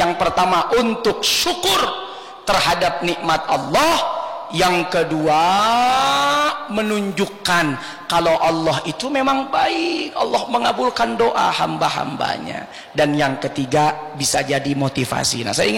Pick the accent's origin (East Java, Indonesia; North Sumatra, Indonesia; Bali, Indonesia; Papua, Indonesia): North Sumatra, Indonesia; Medan; saya kan orang Mandailing Natal, orang Medan